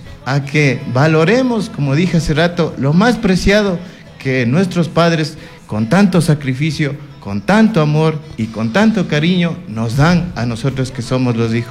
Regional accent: Cajabamba, Chimborazo, Ecuador; yo soy oriundo allá de Cajabamba, toda mi vida he vivido allá

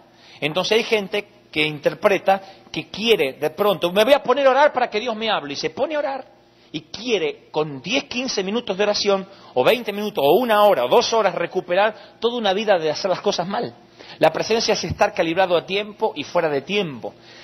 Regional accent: Argentina; no queríamos reconocer como buenos argentinos, pedantes y orgullosos, de que necesitábamos tener algo diferente

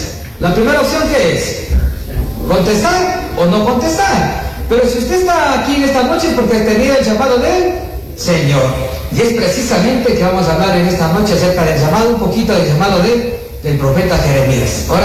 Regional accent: Pastaza, Ecuador; vengo de la provincia de Pastaza, soy pastor de la iglesia bautista Jesed

